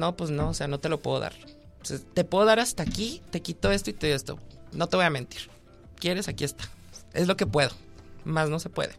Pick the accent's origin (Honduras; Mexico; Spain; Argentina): Mexico; Guadalajara, Jalisco; moved away as an adult; now in Tijuana, Mexico; Soy originario de Guadalajara, soy 100% tapatío, pero pues creo que ya tengo la residencia permanente en Tijuana, ya 6 años aquí viviendo.